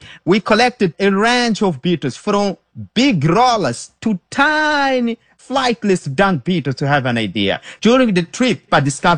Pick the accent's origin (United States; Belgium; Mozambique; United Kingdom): Mozambique; Beira, Sofala; We grew up together in Beira.